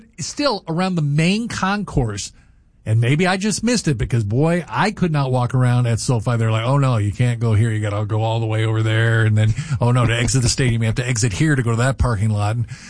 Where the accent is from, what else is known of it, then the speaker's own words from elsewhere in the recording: California, United States; I grew up in Southern California.